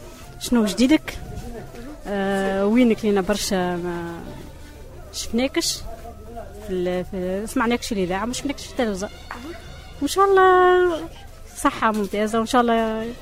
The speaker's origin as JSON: {"language": "Arabic", "country": "Tunisia", "said": "أنا تونسية"}